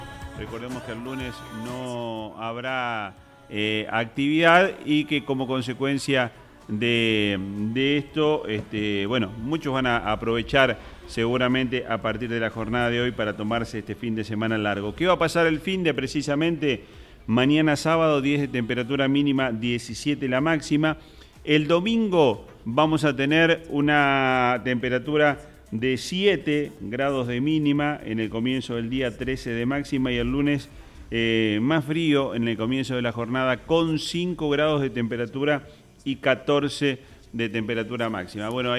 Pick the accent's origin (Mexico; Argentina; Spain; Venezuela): Argentina; acá tenemos en la Argentina